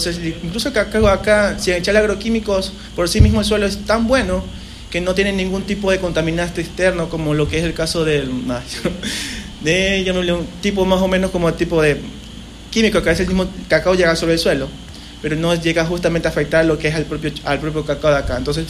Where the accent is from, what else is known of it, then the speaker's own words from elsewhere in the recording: Los Ríos, Ecuador; en Recinto donde soy oriundo, en la Federico Intriago